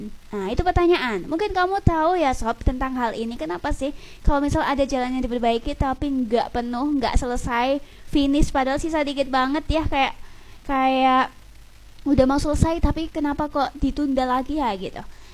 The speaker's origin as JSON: {"language": "Indonesian", "town": "Lamongan", "region": "East Java", "country": "Indonesia", "said": "aku spill dulu desaku nih. Kamu mungkin udah cukup familiar dengan nama Desa Pajangan Sukodadi ya sobat ya."}